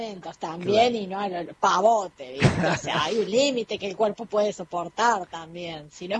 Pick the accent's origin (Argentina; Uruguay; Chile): Argentina; Córdoba; Bueno, como buena cordobesa, ¿qué vamos a hacer? Algo tenía que tener.